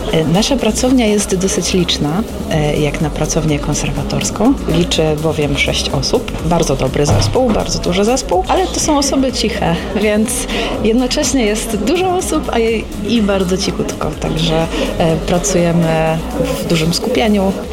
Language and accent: Polish; Wrocław, Lower Silesian Voivodeship, Poland; Ogólnie jestem z Wrocławia.